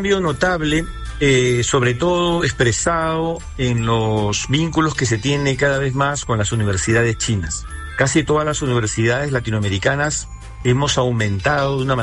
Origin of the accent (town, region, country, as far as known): Peru